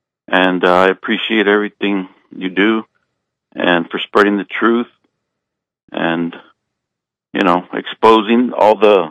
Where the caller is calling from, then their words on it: Texas, United States; I'm from South Texas. I'm a veteran from South Texas.